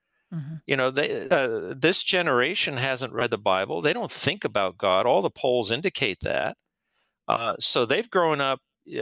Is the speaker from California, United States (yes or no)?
yes; Los Angeles, California, United States; when I was this, 7-year-old kid growing up in East